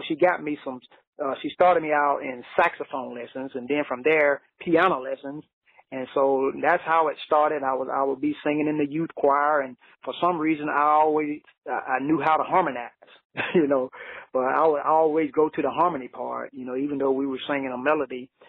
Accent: Cottage Grove, Alabama, United States; growing up in Cottage Grove, Alabama

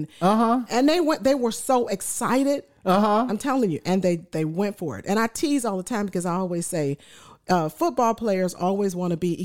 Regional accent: Detroit, Michigan, United States; growing up in Detroit together.

